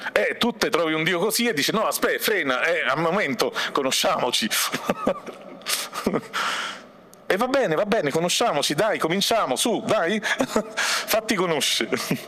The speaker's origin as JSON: {"language": "Italian", "town": "L'Aquila", "region": "Abruzzo", "country": "Italy", "said": "so dell'Aquila, quindi insomma il terremoto l'ho partecipato di prima persona"}